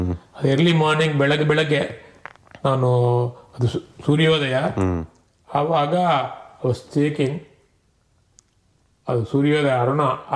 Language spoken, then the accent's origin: Kannada; Tibet, China; born there; Kannada is a second language; moved away; ನಾವು ಟಿಬೆಟ್ನವರು ಇಲ್ಲೇ ಹುಟ್ಟಿರೋದು